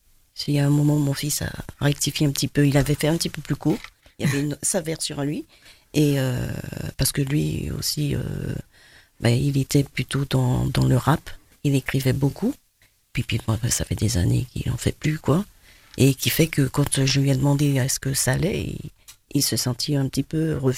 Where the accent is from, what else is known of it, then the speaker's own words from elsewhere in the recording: French Guiana; Un petit peu tout, puis beaucoup de zouk, puisque je suis guyanaise.